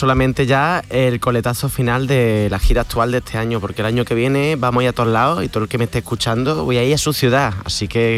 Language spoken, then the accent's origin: Spanish; Córdoba, Andalusia, Spain; me encanta Cádiz, pero yo soy de Córdoba.